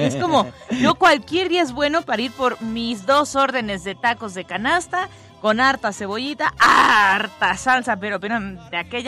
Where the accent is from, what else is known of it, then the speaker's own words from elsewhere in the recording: Mexico; Que somos mexicanos.